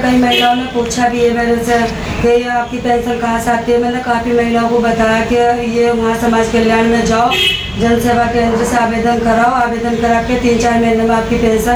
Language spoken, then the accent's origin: Hindi; Awazpur, Uttar Pradesh, India; मंडावर बिजनौर से आवाजपुर की रहने वाली।